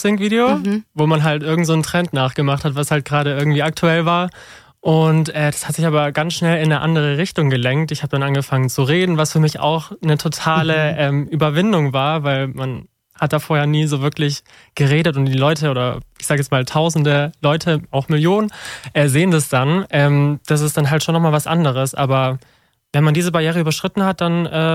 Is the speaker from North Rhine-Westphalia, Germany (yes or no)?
no; Filderstadt, Baden-Württemberg, Germany; ich bin 24 Jahre alt, komme aus der Nähe von Stuttgart. Ich sage immer Filderstadt, oben da, wo der Flughafen ist.